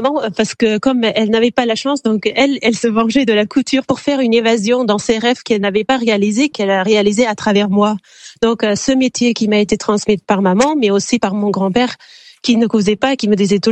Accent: Khorezm Region, Uzbekistan; born or raised there; French is a second language; moved away as an adult; now in Lyon, France

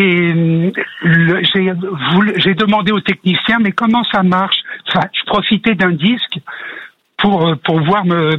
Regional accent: Issy-les-Moulineaux, Île-de-France, France; born there; moved away as an adult; now in Lusignan, France; J'ai habité 40 ans en région parisienne.

